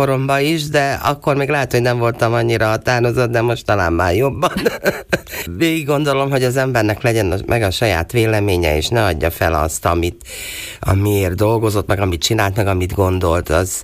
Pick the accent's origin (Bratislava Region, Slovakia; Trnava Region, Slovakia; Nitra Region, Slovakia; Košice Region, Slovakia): Košice Region, Slovakia; Veľké Kapušany; Hát én Nagykaposon születtem, oda jártam alapiskolába, és mikor ott befejeztem az alapiskolát, elmentem Kassára